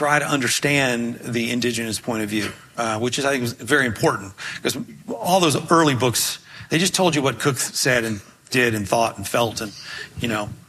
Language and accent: English; Memphis, Tennessee, United States; moved away; I grew up in Memphis, just downriver from here.